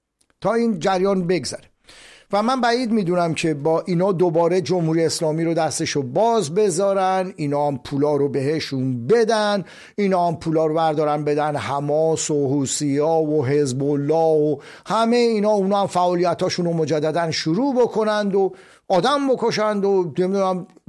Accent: Iran; میگم آدم باور کن لذت میبره بگه من ایرانیم.

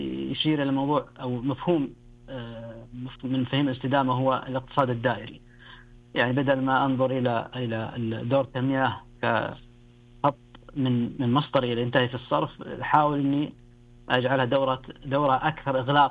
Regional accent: Saudi Arabia; الفكرة مهمة جدا في عندنا في السعودية بالذات،

